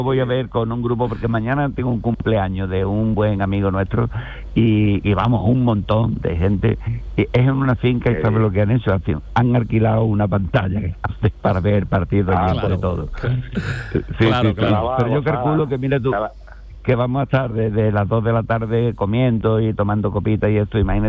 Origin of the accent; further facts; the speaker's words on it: Andalusia, Spain; No, nosotros somos andaluces y que gane el mejor.